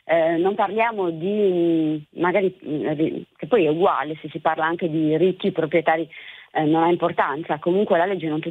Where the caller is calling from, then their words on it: Olbia, Sardinia, Italy; Chiamo da Olbia.